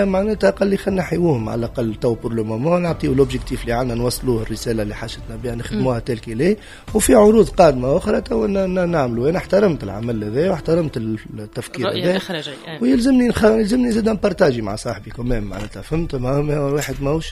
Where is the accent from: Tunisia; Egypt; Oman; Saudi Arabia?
Tunisia; عندنا في تونس